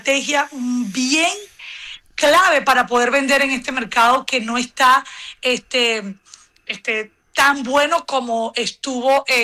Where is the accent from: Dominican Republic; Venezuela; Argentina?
Venezuela; now in United States; Soy venezolana, tengo 26 años en este hermoso país